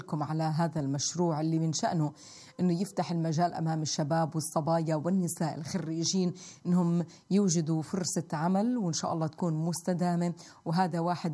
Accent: Palestine; عندنا في فلسطين

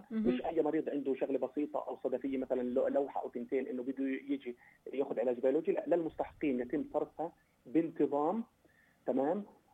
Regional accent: Palestine; عندنا بفلسطين، هذه تكون متوفره.

